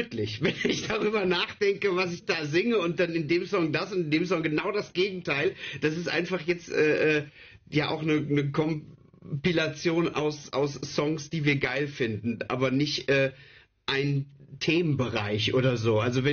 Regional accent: Germany; wenn ich als Deutscher englische Texte schreibe

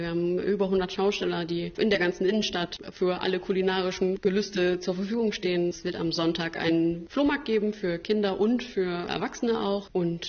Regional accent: Jever, Lower Saxony, Germany; Ja, ich bin ja gebürtige Jeferanerin, deswegen ist für mich das Altstadtfest natürlich wie für die meisten anderen, die hier geboren und aufgewachsen sind, einfach die Party des Jahres.

